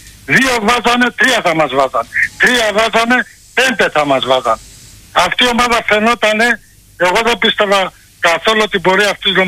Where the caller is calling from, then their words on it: Menidi, Attica, Greece; από το Μενίδη, δεν ξέρω άμα καταλάβατε.